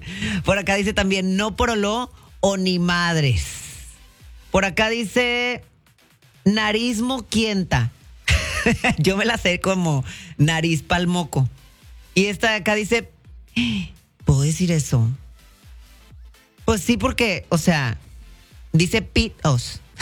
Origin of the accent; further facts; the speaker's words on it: Mexico; como los mexicanos estamos en todas partes, hermana, los hispanos estamos en todas partes.